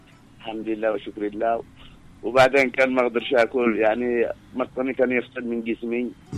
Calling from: Sanaa, Amanat Al Asimah, Yemen

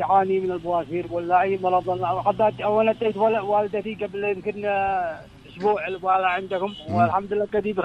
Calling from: Sanhan, Sanaa, Yemen; من سنحان بيت الشاطبي

